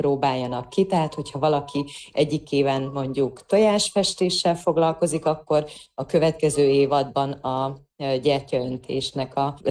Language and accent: Hungarian; Zakarpattia Oblast, Ukraine; Igen, hát az elmúlt napokban otthon Kárpátalján a Szürtei rendezvénytermünkben tartottuk meg az évadzáró szakkörkiállítást